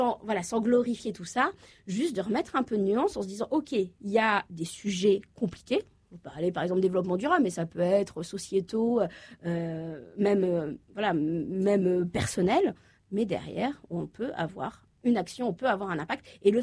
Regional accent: Normandy, France

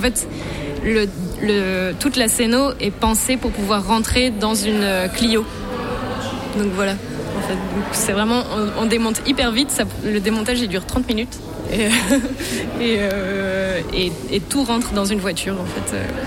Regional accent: Brussels, Brussels-Capital Region, Belgium; Nous, on est belges, on vient de Bruxelles.

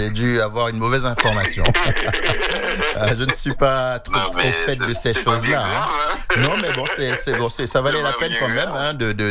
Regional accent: Haiti; on est haïtien

